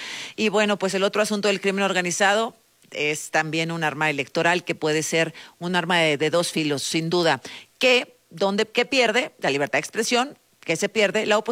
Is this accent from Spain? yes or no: no; Mexico